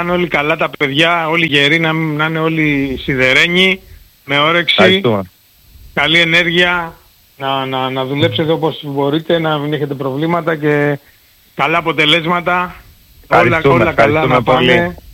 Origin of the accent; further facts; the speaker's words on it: Greece; Και για μας και σαν Έλληνες